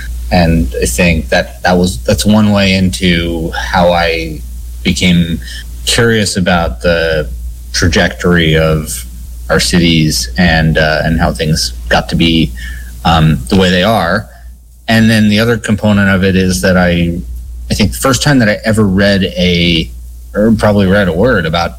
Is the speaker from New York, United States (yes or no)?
yes; New York, United States; I grew up in New York, and so I grew up in an environment where it was, you know, you kind of took it for granted that you could walk everywhere or ride the train or ride a bicycle.